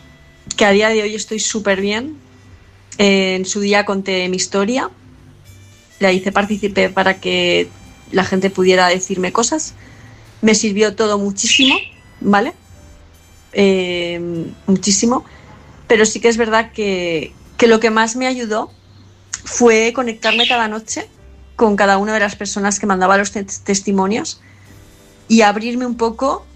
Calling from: Palma, Balearic Islands, Spain; de Palma de Mallorca

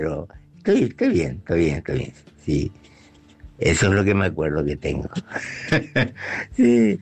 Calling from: Clorinda, Formosa, Argentina; de Clorinda, Formosa.

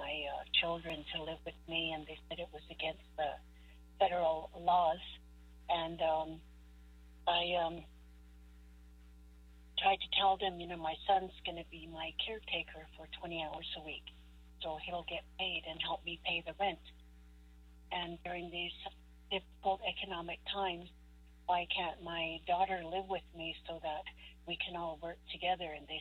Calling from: Albuquerque, New Mexico, United States; I'm calling from Albuquerque, and I'm an urban Indian. I'm 72, and I'll be 73 soon.

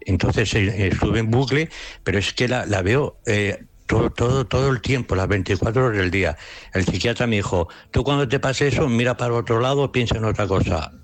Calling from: Tenerife, Canary Islands, Spain; vivo en Tenerife 25 años.

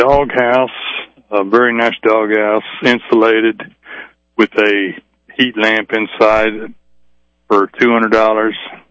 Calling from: Marshall, Missouri, United States; Marshall.

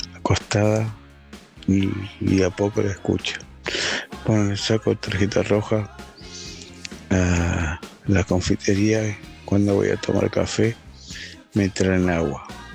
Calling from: Olivos, Buenos Aires Province, Argentina; de Olivos acá.

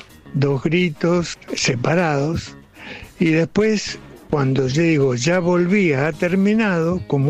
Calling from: La Plata, Buenos Aires Province, Argentina; Me fui a Punta Lara, soy de La Plata

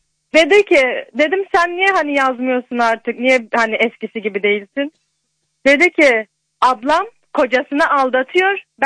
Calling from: Urfa, Şanlıurfa, Turkey; Urfa'dan arıyorum.

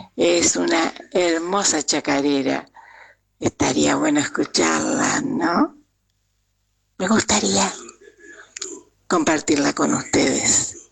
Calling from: Paraná, Entre Ríos, Argentina; De Paraná, Entre Ríos.

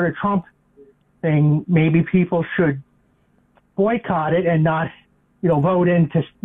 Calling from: Ocean County, New Jersey, United States; I live in Ocean County

